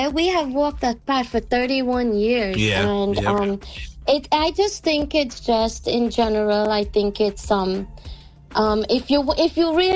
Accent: Guyana; Even Guyana, boy, I don't think they think I'm from Guyana, too. I don't think they think I'm Guyanese enough.

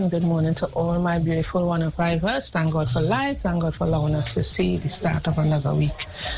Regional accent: Trinidad & Tobago; I grew up in La Cyber Marva, which is dominantly East Indian.

